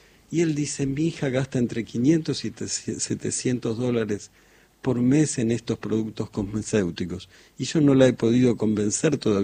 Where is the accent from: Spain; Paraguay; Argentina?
Argentina; yo soy re argentino y digo, bueno, este país ha recibido históricamente.